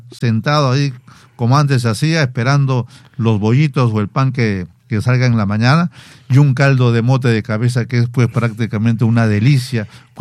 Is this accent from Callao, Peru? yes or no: no; Tarma, Junín, Peru; moved away; yo también hace tiempo que no voy a mi pueblo, ¿no? Pero yo no voy, por ejemplo, a Tarma más de 20 años, mano.